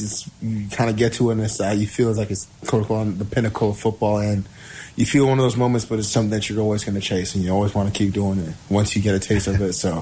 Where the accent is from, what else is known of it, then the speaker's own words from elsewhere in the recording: Minnesota, United States; also born or lived in Nigeria; being from Minnesota, my hometown